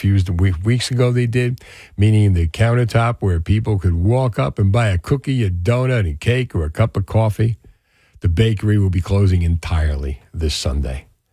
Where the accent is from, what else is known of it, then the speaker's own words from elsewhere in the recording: Union City, New Jersey, United States; I grew up in Union City.